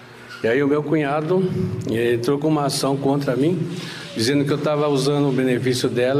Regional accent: Serra Negra, São Paulo, Brazil; Sou da cidade de Serra Negra.

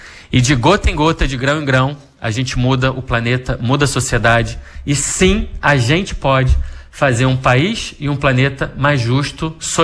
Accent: Brazil; eu vejo como brasileiro

